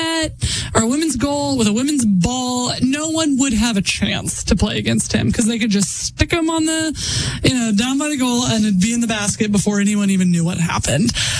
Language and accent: English; Oklahoma City, Oklahoma, United States; the Oklahoma City Thunder in my hometown.